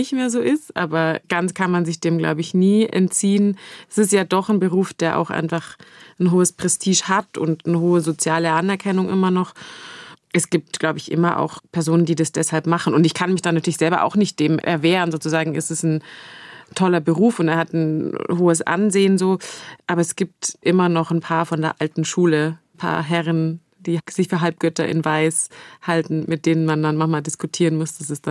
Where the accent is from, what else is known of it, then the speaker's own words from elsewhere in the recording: Passau, Bavaria, Germany; In Passau direkt.